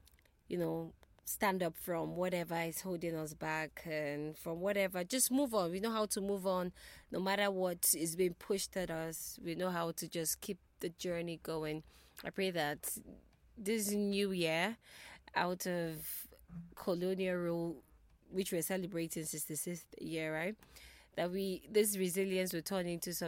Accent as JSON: {"language": "English", "country": "Nigeria", "said": "Being Nigerian and also an Igbo woman, I'm so proud of the both."}